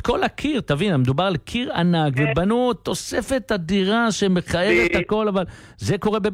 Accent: Jerusalem, Jerusalem District, Israel; אני הרי גדלתי בקריאת בלז

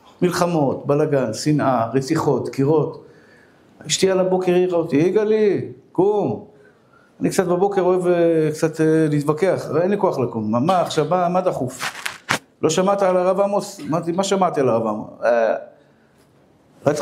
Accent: Bnei Brak, Tel Aviv District, Israel; אני דוס מבני ברק, אני חרדי. אני לפחות נראה כמו חרדי. אני לא חרדי, אני יהודי דתי, שומר תורה מצוות, אני לא חרדי.

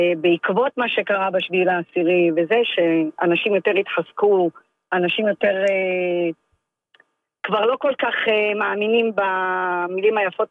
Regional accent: Rehovot, Central District, Israel

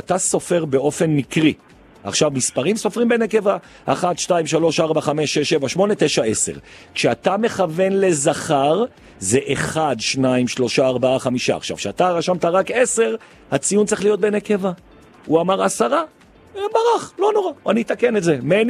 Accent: Jerusalem, Jerusalem District, Israel; אני גם ירושלמי, אז אני מרגיש אנרגיה שנכנסת בי בירושלים

